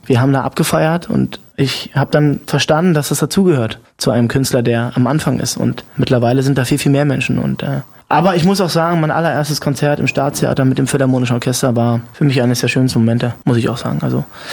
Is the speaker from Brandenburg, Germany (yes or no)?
yes; Cottbus, Brandenburg, Germany; Wasserrutsche, das verbinde ich auch mit meiner Heimat, unser Freibad. Den 10-Meter-Turm, den hatten wir damals noch, den gibt's jetzt leider nicht mehr in Cottbus.